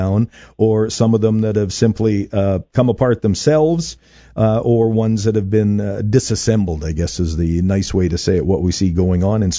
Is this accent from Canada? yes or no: yes; Manitoba, Canada; I know I can relate myself to a town near my hometown in southwest Manitoba.